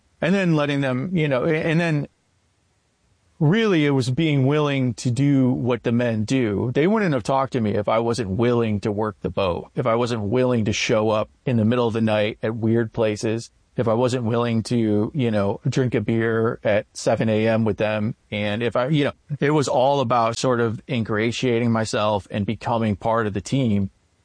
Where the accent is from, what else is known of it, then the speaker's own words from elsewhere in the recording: United States; especially being American